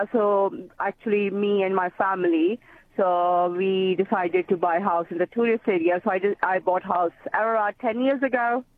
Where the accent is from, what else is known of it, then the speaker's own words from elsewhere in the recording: Pakistan; I'm from Pakistan.